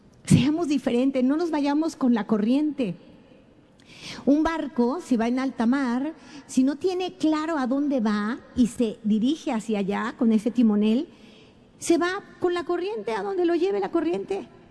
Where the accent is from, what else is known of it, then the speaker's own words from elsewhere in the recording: Mexico; Así se usa en mi país.